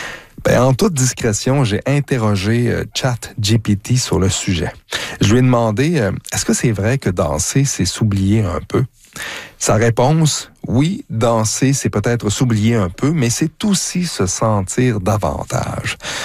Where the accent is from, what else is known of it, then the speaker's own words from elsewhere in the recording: Quebec, Canada; Faut dire que j'ai grandi dans le Québec des années 80 et en tant que garçon, danser, c'était pour